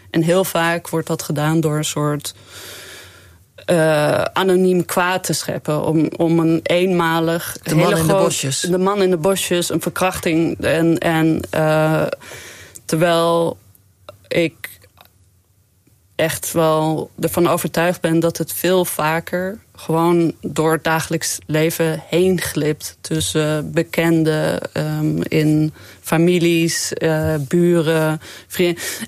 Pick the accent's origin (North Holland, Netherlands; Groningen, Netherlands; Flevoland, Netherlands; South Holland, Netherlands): Groningen, Netherlands; Ja, ik ben gewoon Nederlands uit Groningen.